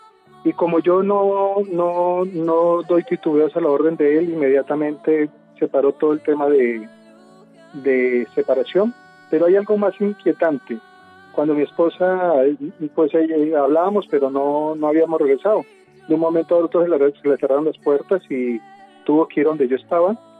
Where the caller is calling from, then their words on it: Amazonas, Colombia; Yo soy de acá del Amazonas.